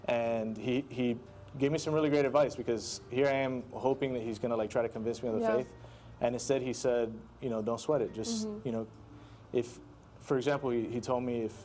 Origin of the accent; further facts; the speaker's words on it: Miami, Florida, United States; also born or lived in Georgia / Alabama; we moved here pretty early on. So for the majority of my life, I went to school here in Miami, Catholic school from like first grade all the way through high school.